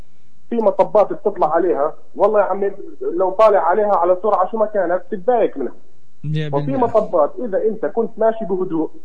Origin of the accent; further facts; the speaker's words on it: Palestine; احنا شعب فلسطيني